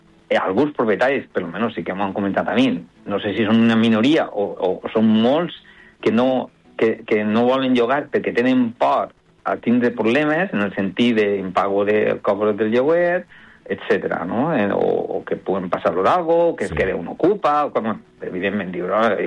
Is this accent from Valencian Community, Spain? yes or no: yes; L'Olleria, Valencian Community, Spain; que jo soc d'Olleria, visquen allà l'home ferit, sí, soc ja mig adoptat, o sigui, soc mig i mig